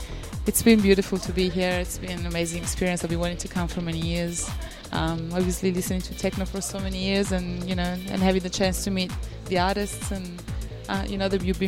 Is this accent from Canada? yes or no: no; Italy; now in Australia; So it's quite a long time. So I'm half Australian now and half Italian, pretty much.